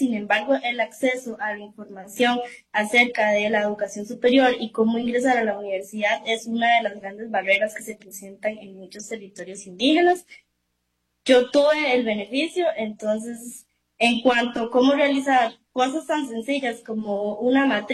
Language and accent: Spanish; Rey Curré, Puntarenas, Costa Rica; moved away as an adult; Yo me crecí en mi comunidad, en Yimbacá. Ahí estuve en la escuela y también en el colegio. Saqué mi bachillerato en educación media en el Liceo Rural Yimbacá.